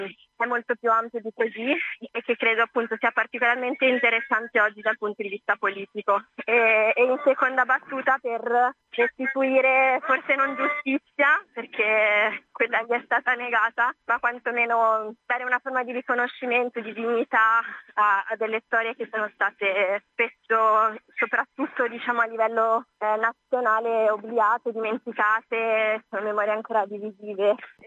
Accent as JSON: {"language": "Italian", "town": "Bologna", "region": "Emilia-Romagna", "country": "Italy", "said": "sono bolognese"}